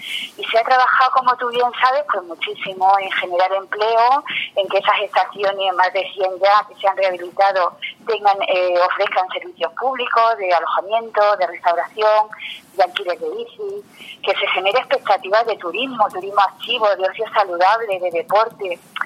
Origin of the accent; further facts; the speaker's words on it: Andalusia, Spain; Y lo digo con esa exageración que puedo permitirme como andaluza.